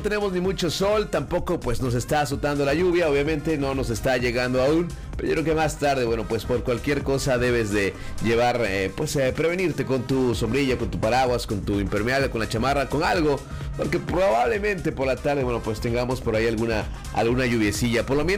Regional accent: Mexico

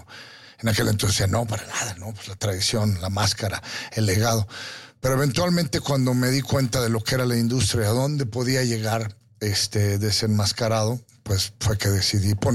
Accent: Mexico City, Mexico; moved away; Yo nací en México, soy mexicano, pero desgraciadamente no vivo aquí

